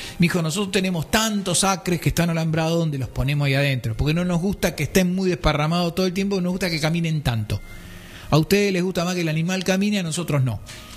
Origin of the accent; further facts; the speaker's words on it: Buenos Aires, Argentina; como somos todos porteños